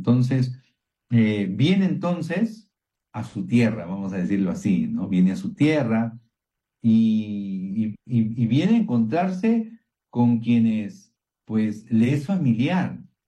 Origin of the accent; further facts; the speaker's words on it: Peru; conoce lo cálidos que somos, porque los peruanos somos cálidos, ¿no?